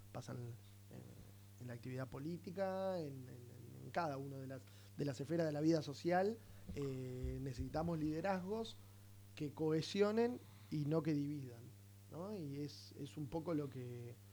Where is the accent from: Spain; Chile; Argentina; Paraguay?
Argentina; San Bernardo, Buenos Aires Province; para los que somos de San Bernardo